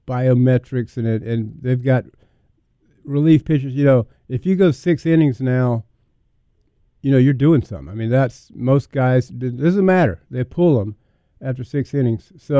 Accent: North Carolina, United States; born there; also born or lived in Alabama; I grew up in North Carolina

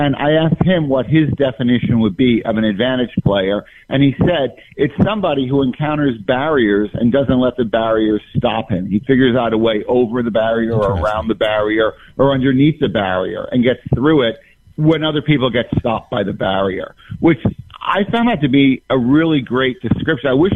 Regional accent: New Jersey, United States; I grew up in New Jersey, you know, in Bergen County. Jewish, you know, grew up in a Jewish neighborhood where there was always gambling around.

